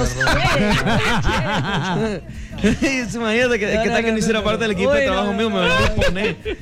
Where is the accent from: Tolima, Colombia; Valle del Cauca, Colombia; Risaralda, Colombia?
Valle del Cauca, Colombia; que vengo del Valle, que vengo de tan lejos